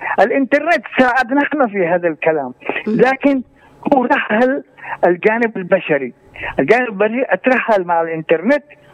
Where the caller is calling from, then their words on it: Yemen; هذا بالنسبة عندنا في اليمن.